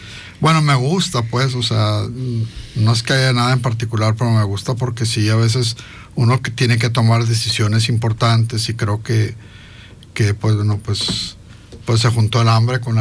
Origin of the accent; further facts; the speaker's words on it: Hermosillo, Sonora, Mexico; born there; Bueno, yo nací en la Leonardo Colosio Juárez, en la que era la Clínica del Noroeste.